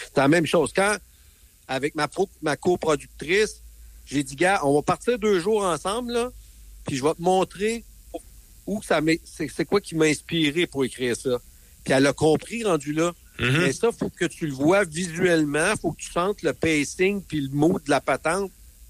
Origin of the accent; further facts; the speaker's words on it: Kingsey Falls, Quebec, Canada; also born or lived in Ham-Nord / Victoriaville; à Arthabasca-Victoriaville, tu sais, j'ai fait la poly là-bas, j'ai été au Collège Claratin, mais j'ai passé mon enfance, la plus grande partie de mon enfance, même si je suis né à Amnord, à Kings and Falls, parce que mon père travaillait pour Cascade.